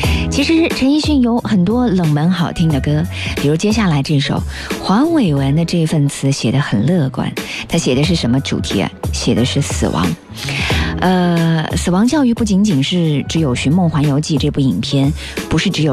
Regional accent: China

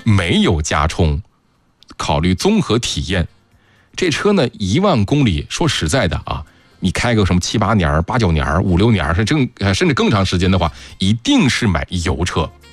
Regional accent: North China, China; 可能也是我是北方人的原因吧。就从小接触的一汽丰田的很多东西啊，一汽大众的、一汽丰田的很多都是在北方看的

